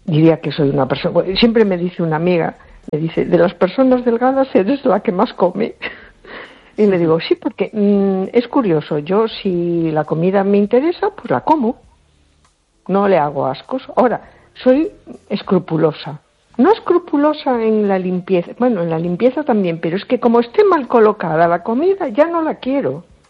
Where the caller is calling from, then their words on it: A Coruña, Galicia, Spain; de Coruña.